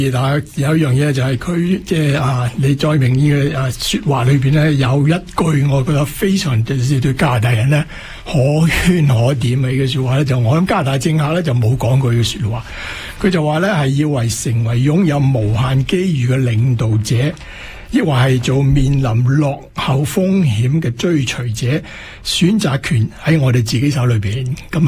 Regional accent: Hong Kong; now in Canada; 我哋香港人

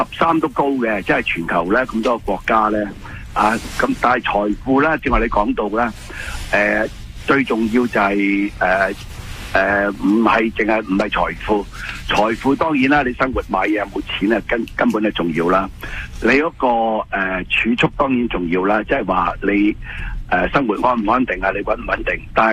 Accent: Hong Kong; now in Canada; 我哋香港人

